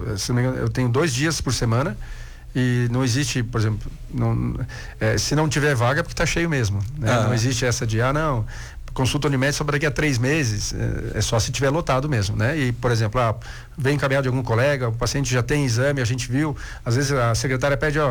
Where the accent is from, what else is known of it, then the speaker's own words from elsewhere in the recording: Lages, Santa Catarina, Brazil; born there; also born or lived in Rio Grande do Sul; E em Lages, foi uma cidade que me acolheu demais. Eu sou gaúcho, mas moro aqui desde criança. Só fiquei fora 11 anos, que é o tempo de faculdade e o tempo de residência. E sempre mantive minha estrutura aqui.